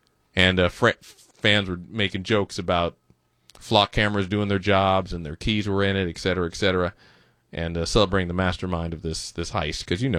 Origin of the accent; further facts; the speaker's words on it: Pasadena, California, United States; I spent time growing up in Pasadena and South Pasadena